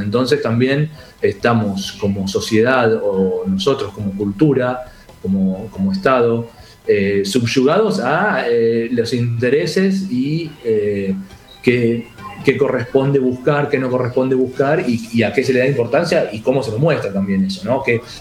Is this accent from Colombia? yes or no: no; Argentina; nosotros como argentinos, como cultura, como nación